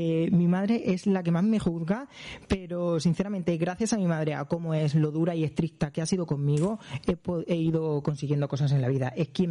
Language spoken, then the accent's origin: Spanish; Bullas, Region of Murcia, Spain; now in Madrid, Spain; ya que estoy en Madrid, pues, y tengo esa visibilidad, pues si puedo ayudar a mi pueblo, porque sé lo que es empezar desde cero, pues ahí todo mi apoyo lo tienen. Y eso es lo que me gusta. En la inauguración, pues conté con ciertos productos locales de aquí de Bullas